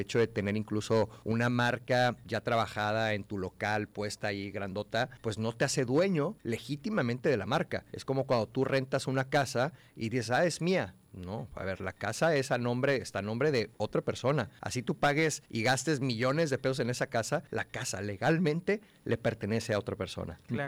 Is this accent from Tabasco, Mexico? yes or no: yes; Tabasco, Mexico; yo soy tabasqueño